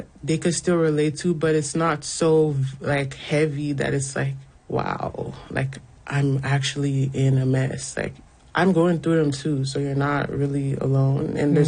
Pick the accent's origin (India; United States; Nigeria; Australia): Nigeria; now in Canada; I feel like growing up in Nigeria is its own world. Stepping out of Nigeria and coming to Canada